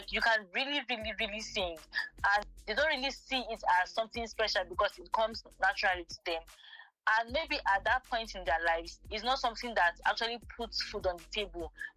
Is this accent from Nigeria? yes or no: yes; Delta, Nigeria; now in Abuja, Nigeria; I'm a Nigerian from Delta State, to be precise.